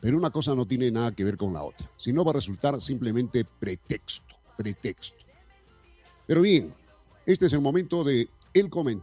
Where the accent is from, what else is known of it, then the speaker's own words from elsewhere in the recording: Peru; todos somos peruanos